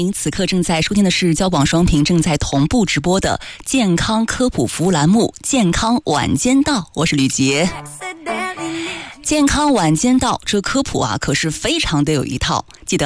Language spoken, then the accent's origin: Chinese; Nanjing, Jiangsu, China; 其实我是南京人